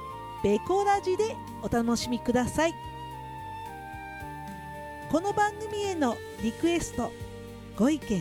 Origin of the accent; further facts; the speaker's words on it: Aizuwakamatsu, Fukushima, Japan; 会津若松市出身あったか福島観光交流大使の